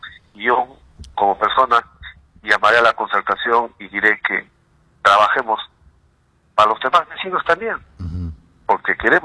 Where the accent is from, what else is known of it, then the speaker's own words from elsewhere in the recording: Pichanaki, Junín, Peru; also born or lived in Sangani; Quiero bastante a Pichanaki, porque también ahí he estudiado, ahí también he crecido, como en Sangani. Somos dos pueblos, dos pueblos distritos, y somos el corazón de la Selva Central.